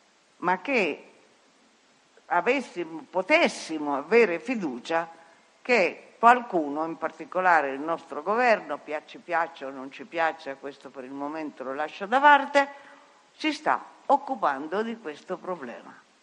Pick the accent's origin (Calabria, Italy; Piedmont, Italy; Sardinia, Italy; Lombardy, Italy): Piedmont, Italy; Io sono piemontese, la cooperativa agricola di Asti, per esempio, è un modello da seguire.